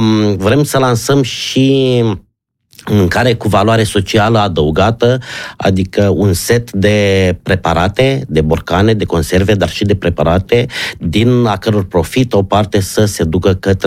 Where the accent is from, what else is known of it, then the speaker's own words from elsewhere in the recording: Romania; Eu spun, eu tot spun că noi ca români nu prea ne iubim mâncarea.